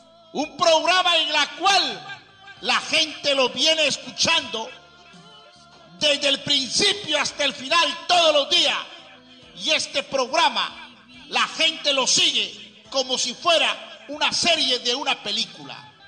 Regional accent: Mayascón, Lambayeque, Peru; Mi tierra natal, y algún día que usted vaya a ese caserío o a ese pueblo, como lo quiera llamar, pueblito pequeño llamado Mayascón, ahí pregunte por

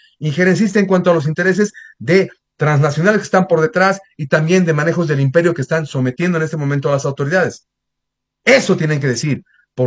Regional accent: Bolivia; Nosotros, los que somos de la Bolivia profunda, de la patria

